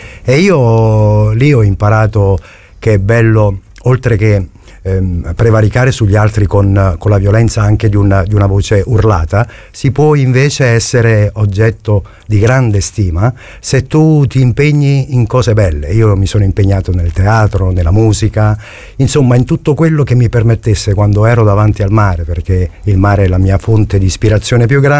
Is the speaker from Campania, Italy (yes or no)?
yes; Torre del Greco, Campania, Italy; moved away; also born or lived in Rome; Io vengo da, sono nato a Roma, ma sono vissuto, la mia adolescenza è stata vissuta tra i vicoli della provincia di Napoli, a Torre del Greco